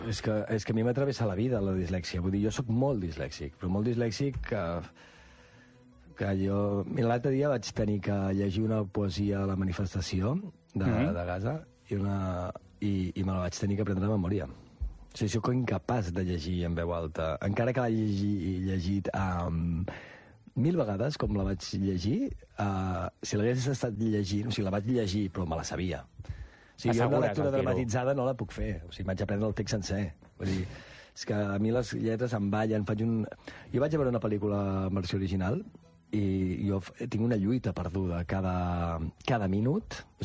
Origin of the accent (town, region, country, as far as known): Verges, Catalonia, Spain; born or raised there